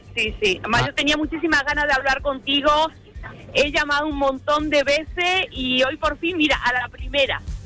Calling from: Cabeza del Buey, Extremadura, Spain; Somos de la provincia de Badajoz, de Cabeza del Buey.

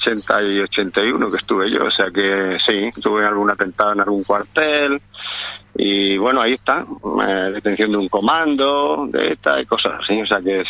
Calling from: Almería, Andalusia, Spain; en Almería, sí, en mi tierra.

